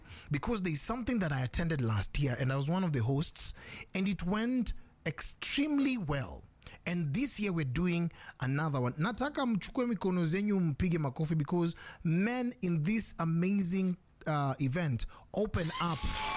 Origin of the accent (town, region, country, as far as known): Kenya